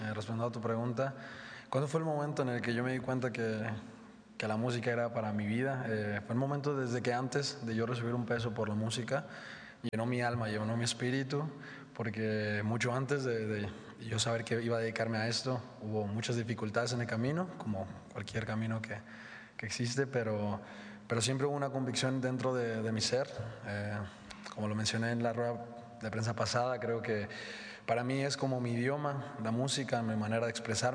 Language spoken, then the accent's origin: Spanish; Torreón, Coahuila, Mexico; venimos de la calle de Torreón, venimos de los autobuses. Los autobuses de mi ciudad, la verdad, son un poquito caóticos, el clima también es un poquito adverso